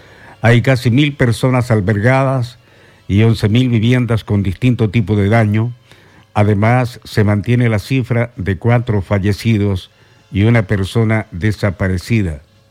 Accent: Chile; nuestra gran preocupación, como muchos chilenos, está precisamente centrado en las circunstancias de nuestros compatriotas en la zona sur de nuestro país.

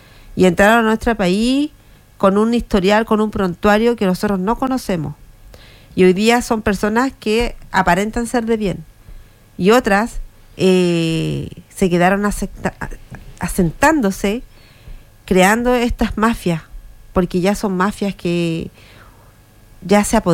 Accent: Chile; a uno como chileno

